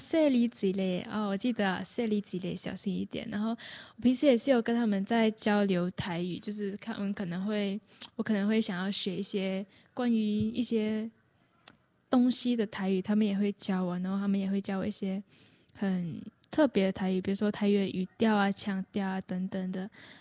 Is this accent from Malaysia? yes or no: yes; Malaysia; now in Taiwan; 很多人都说可能马来西亚人就是生活在一个多元民族的种族，比如说我们从小就要学中文、马来文跟英文嘛，然后当然还有自己家里的方言，像我爸是客家人，然后我妈是福建人，但我两边语言都不太会